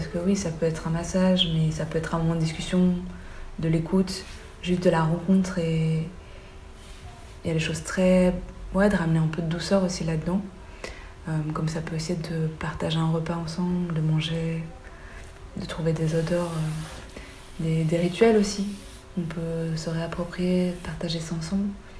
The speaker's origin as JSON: {"language": "French", "country": "Belgium", "said": "comme je suis belge"}